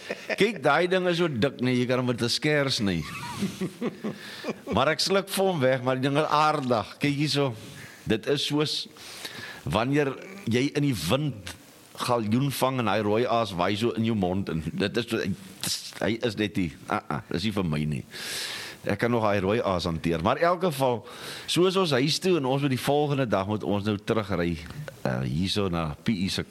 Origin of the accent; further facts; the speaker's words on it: Kirkwood, Eastern Cape, South Africa; ek kom van Kirkwood af